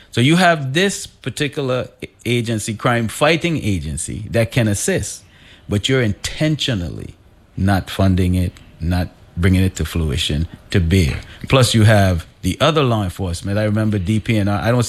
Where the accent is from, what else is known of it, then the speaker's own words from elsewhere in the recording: Saint Croix, U.S. Virgin Islands; born there; also born or lived in New York, United States; I was made in Frederickstead, but I was born in New York.